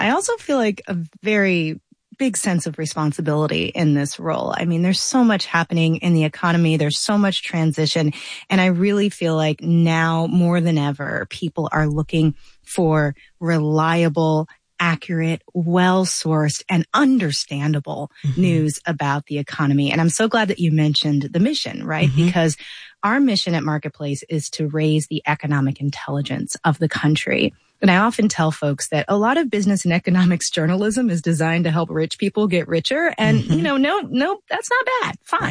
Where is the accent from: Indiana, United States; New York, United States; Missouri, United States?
Missouri, United States; St. Louis; I grew up in St. Louis, Missouri, where we had extreme.